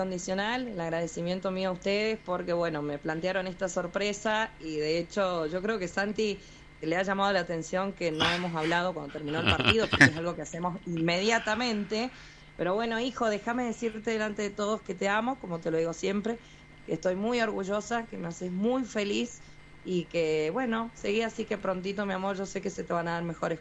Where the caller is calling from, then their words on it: Rivadavia, San Juan, Argentina; Somos de Rivadavia.